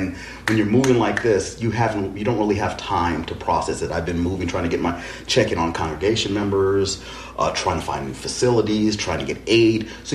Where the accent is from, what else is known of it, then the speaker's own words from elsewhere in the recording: Altadena, California, United States; I know everybody in that neighborhood. I grew up in Altadena.